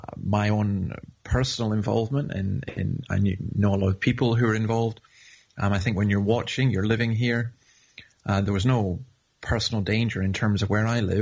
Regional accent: Scotland, United Kingdom; I've never been in a howling gale at 45 degrees. I'm from Scotland.

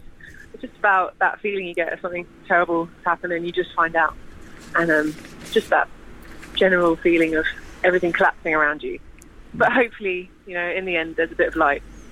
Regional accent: South East England, United Kingdom; I grew up in Sussex, and we sort of moved around a bit. Moved to London.

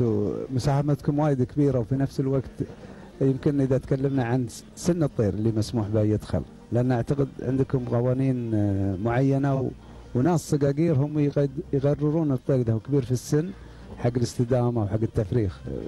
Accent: Qatar; عندنا في قطر

